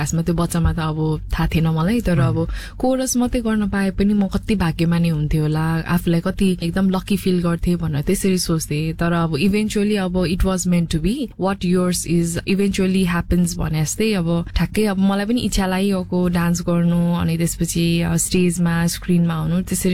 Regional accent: Koshi Province, Nepal; now in Brunei

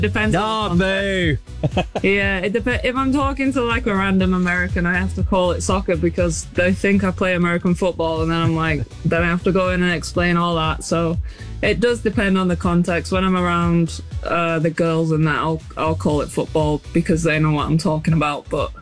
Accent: England, United Kingdom; moved away as an adult; now in Orlando, United States; I'm English

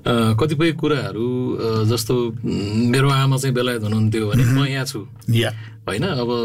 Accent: Gandaki Province, Nepal; also born or lived in Syaklung; गाउँ चाहिँ मेरो, म जन्मिएको स्याक्लुङ, म हुर्किएको चाहिँ तालबेसी।

